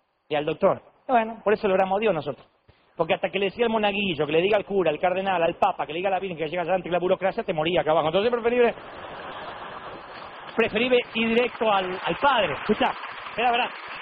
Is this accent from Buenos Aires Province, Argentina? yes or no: yes; Buenos Aires Province, Argentina; Pero yo soy católico, apostólico, romano. Yo soy cristiano argentino bonaerense